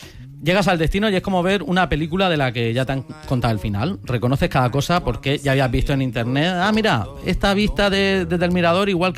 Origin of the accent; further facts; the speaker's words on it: Orihuela, Valencian Community, Spain; Veniros a mi pueblo, Orihuela.